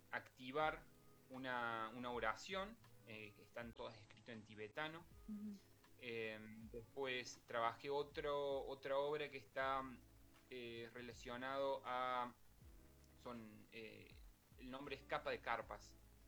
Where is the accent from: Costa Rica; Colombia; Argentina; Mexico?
Argentina; Y tuve la suerte de ser argentino